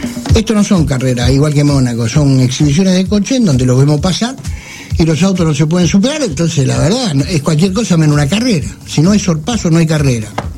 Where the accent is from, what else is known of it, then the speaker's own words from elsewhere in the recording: Buenos Aires, Argentina; Soy un viejo vecino de la zona, no soy de colegiales, pero soy de Villaortúzar, que está pegado al lado.